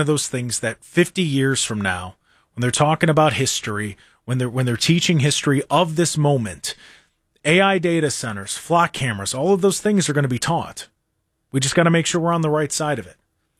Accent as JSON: {"language": "English", "country": "United States", "said": "as American citizens"}